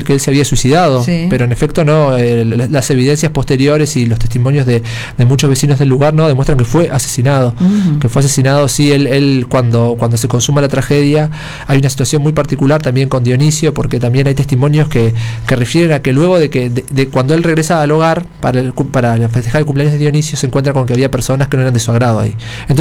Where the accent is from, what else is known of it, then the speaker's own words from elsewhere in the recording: Montevideo, Uruguay; de Montevideo, del barrio del Prado.